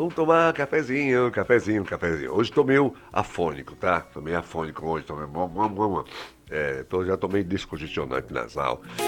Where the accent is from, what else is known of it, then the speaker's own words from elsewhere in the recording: Salvador, Bahia, Brazil; Minha avó é baiana, eu também sou baiano. Olha só, eu também sou baianinho, querida. Só tem um pequeno detalhe que eu sempre falo, né? Eu sou aqui de Salvador, Bahia, na Gema.